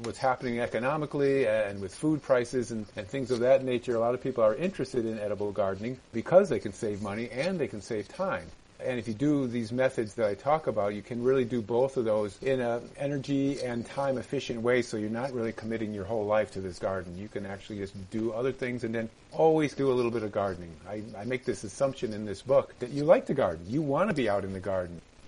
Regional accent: Connecticut, United States; So as you said, I grew up in Connecticut with my Italian grandparents' farm in our backyard.

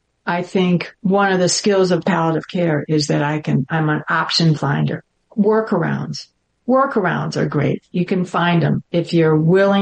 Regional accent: Midwest, United States; I'm a Midwesterner

